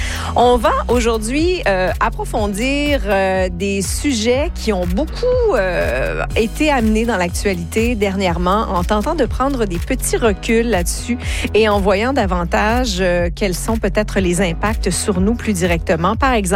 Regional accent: New Brunswick, Canada; chez nous au Nouveau-Brunswick

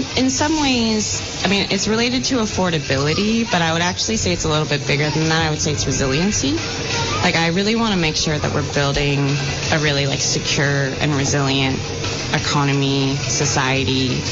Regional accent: Vermont, United States; growing up in Vermont and having Bernie Sanders as, you know, an independent.

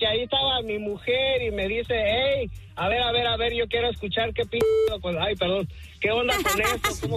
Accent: Michoacán, Mexico; No, allá desde mi tierra natal, Michoacán, Bali, y pues ya nos dejamos de ver

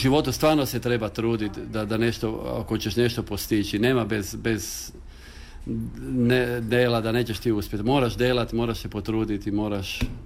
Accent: Motovun, Istria County, Croatia; odakle si, prvo reći iz Motovuna, iz Kaldira, to su moji korijeni, to je moj rod i jako sam ponosan na to, jako mi je drago da smo tamo

